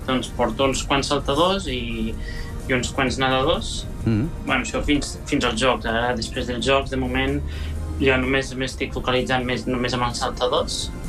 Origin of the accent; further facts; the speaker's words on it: Igualada, Catalonia, Spain; now in China; Jo soc d'una ciutat petita de la Catalunya central, Igualada.